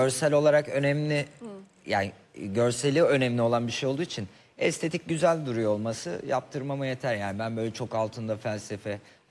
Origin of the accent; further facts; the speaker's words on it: Elazığ, Turkey; ben Elazığlıyım bu arada.